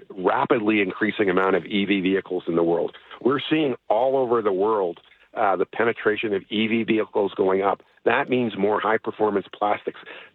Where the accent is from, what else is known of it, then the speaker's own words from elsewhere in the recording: Western Canada, Canada; from the West and have family here, I feel the same way. And yesterday I couldn't have been prouder as a Canadian